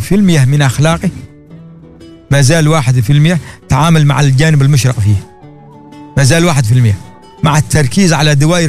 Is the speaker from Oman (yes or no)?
yes; Oman; فقلت له أنا من عمان.